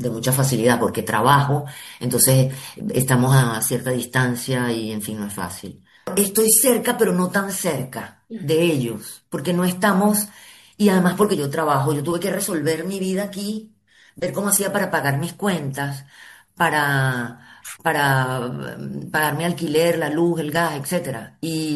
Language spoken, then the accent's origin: Spanish; Venezuela; moved away as an adult; now in France; es muy duro sentir que no soy de aquí ni de allá. Ya sentí cuando fui a Venezuela